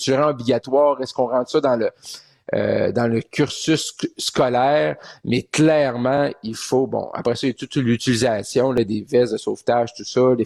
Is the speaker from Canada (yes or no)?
yes; Roberval, Quebec, Canada; je suis né à Roberval, sur le bord du lac Saint-Jean